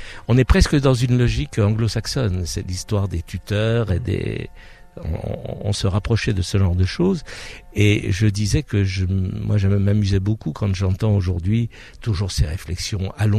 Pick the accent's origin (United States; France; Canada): France; Jœuf, Grand Est; also born or lived in Metz; j'ai passé mon enfance à Jeuf. Moi je suis un enfant issu de la sidérurgie, hein, puisque mon père était travaillé au laminoir